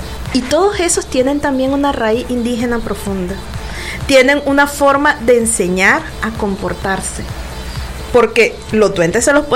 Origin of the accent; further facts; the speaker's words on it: Managua, Nicaragua; Yo soy de Managua